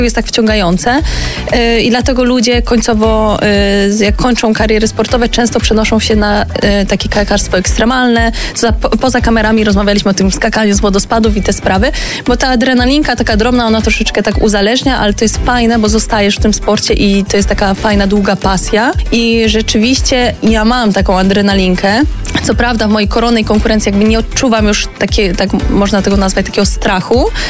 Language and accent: Polish; southern Poland, Poland; Zaczęło się od tego, że jestem z południa. W ogóle pochodzę z południa Polski i tam jest coś takiego jak kajakarstwo górskie, bo mamy górskie rzeki.